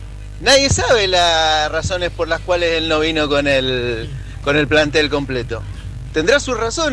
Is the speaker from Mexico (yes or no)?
no; Argentina; ¿Por qué somos así los argentinos